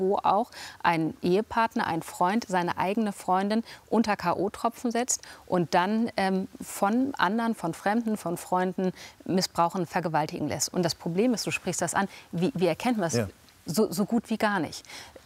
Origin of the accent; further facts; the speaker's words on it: Celle, Lower Saxony, Germany; Also ich komme aus Celle, also in der Nähe von Hannover